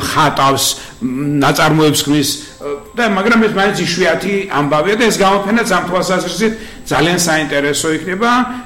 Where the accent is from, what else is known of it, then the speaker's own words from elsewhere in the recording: Samegrelo-Zemo Svaneti, Georgia; მე სამეგრელოში ვიზრდებოდი, სკოლაში ვისწავლე ქართული და ძალიან უყურე სკოლას, როგორი სწავლე სკოლაში ქართულიოს, მე ორი მშობლიური ენა მაქვს ასე ვთქვათ არა.